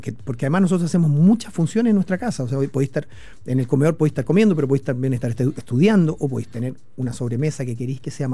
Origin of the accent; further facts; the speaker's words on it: Chile; nosotros bien patujos, como buenos chilenos